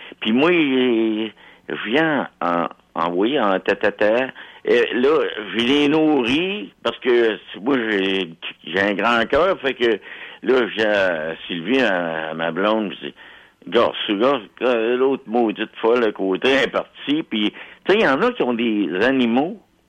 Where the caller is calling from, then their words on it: Lévis, Quebec, Canada; on est dans la ville, là, tu sais, je suis à Lauzon